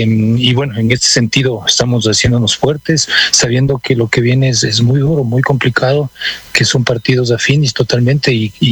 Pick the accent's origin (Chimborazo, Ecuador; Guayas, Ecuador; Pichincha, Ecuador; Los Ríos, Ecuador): Chimborazo, Ecuador; Riobamba; moved away; yo soy de Riobamba